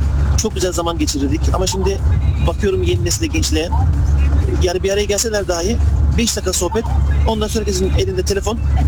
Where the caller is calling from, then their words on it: Adana, Turkey; Ben Adana'dan.